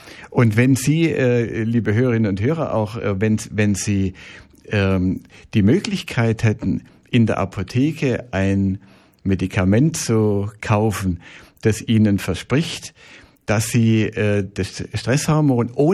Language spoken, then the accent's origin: German; Baden-Württemberg, Germany; Ich bin ja Schwabe.